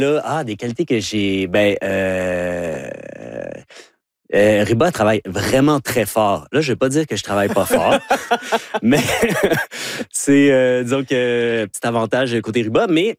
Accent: Vanier, Ontario, Canada; born there; Ben oui, je suis né à Vanier, en face du marché du store. Mais donc, je suis un deuxième génération.

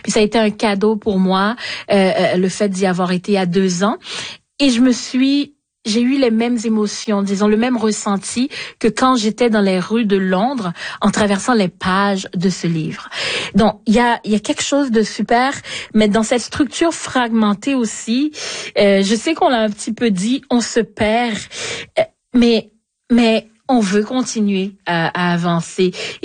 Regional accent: Haiti; parce que moi, même si je viens d'Haïti

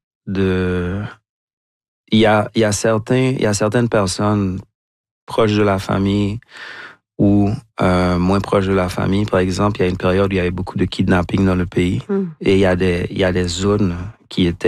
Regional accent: Haiti; born or raised there; moved away

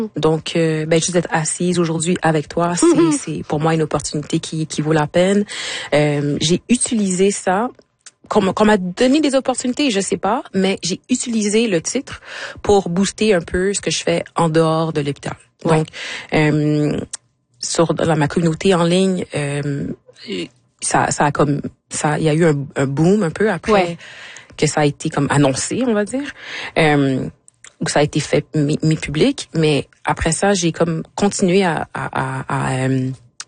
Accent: Quebec, Canada; born there

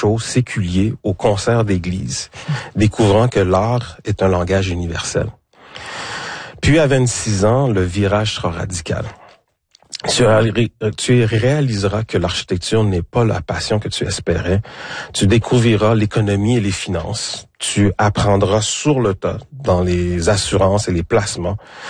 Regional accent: Quebec, Canada; on est Québécois mais on est d'origine haïtienne

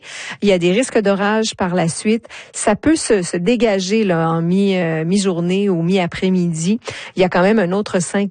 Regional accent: Acadia, Canada; chez nous en Acadie

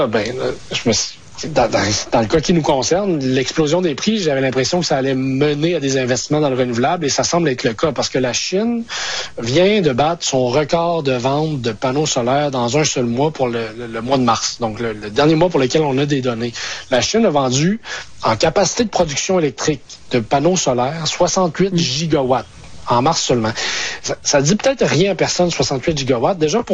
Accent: Quebec, Canada; Dans ma région natale, ben en fait la région où j'habite, l'Abitibi, ça a failli l'être au Québec.

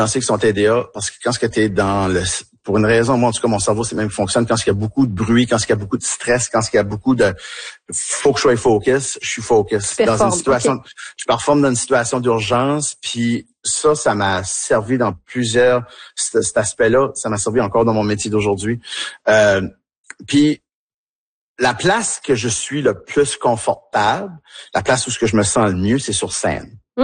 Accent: Tracadie, New Brunswick, Canada; also born or lived in Niagara Falls, Ontario; Je suis né en Ontario, à Niagara Falls, en Ontario, chez les anglophones. C'est une famille francophone de parents très fiers acadiens qu'on n'a pas le droit de parler en anglais dans la maison et ainsi de suite. Déménager en ruralité à Tracadie

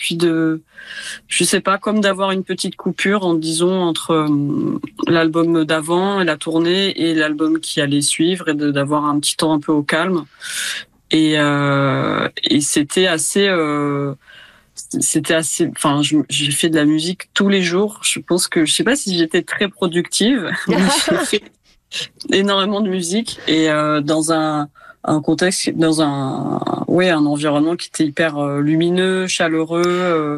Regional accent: Ramatuelle, Provence-Alpes-Côte d'Azur, France; Ben en fait, j'ai un lien assez fort avec Ramatuelle, donc là où j'ai grandi, puisque toute ma famille est là.

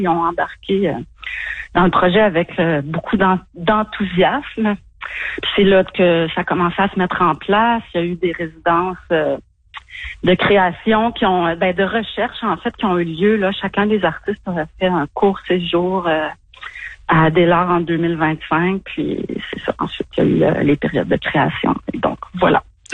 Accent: Sherbrooke, Quebec, Canada; now in Montreal, Canada; D'abord, moi, c'est ça, je suis originaire de Sherbrooke, je vis à Montréal

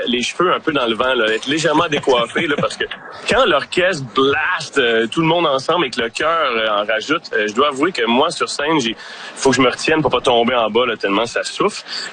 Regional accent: Quebec, Canada; D'où je viens? Moi, je viens de Lanaudière.

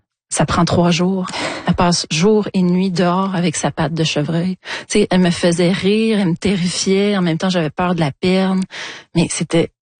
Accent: Montreal, Quebec, Canada; moved away as an adult; Moi, je suis une citadine, je suis une Montréalaise qui part s'installer en plein bois avec aucune expérience à part un peu de camping dans l'Ouest canadien.

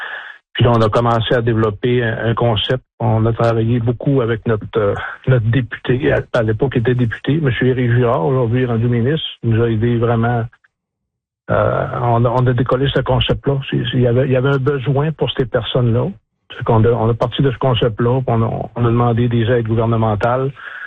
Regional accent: Hébertville, Quebec, Canada; je viens d'Héberville, mais je pense que c'est une belle place pour ça.

